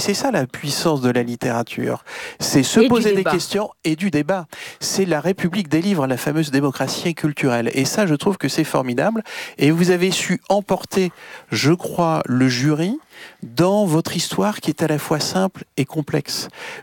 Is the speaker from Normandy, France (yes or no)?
no; Provence-Alpes-Côte d'Azur, France; now in Le Cannet, France; c'est la maison où j'ai passé une grande partie de mon enfance dans les Hautes-Alpes